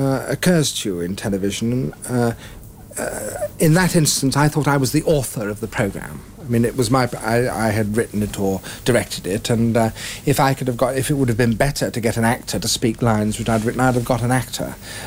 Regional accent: Isleworth, London, United Kingdom; born there; I was born in Isleworth in London.

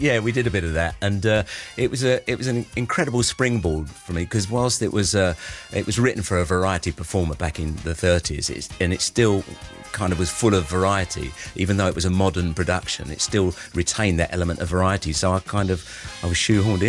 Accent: London, United Kingdom; I was born and raised in South London

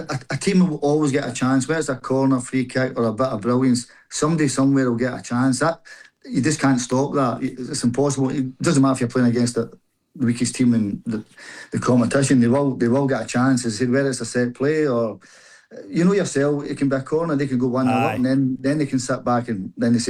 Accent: Scotland, United Kingdom; moved away; I'd like to come back and see it because it's where I was born.

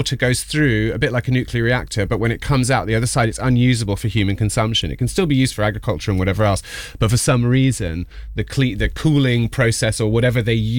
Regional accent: London, United Kingdom; As a Londoner

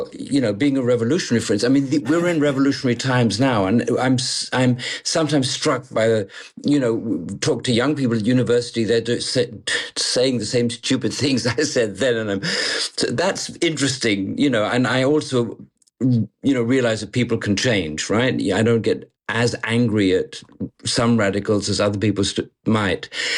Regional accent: Malaysia; also born or lived in London; now in Berlin, Germany; I was born in London and grew up in the what was then the Federation of Malaya, became Malaysia later. Still, sort of both of them second homes. But my, you know, career-wise, have always been based in Germany.

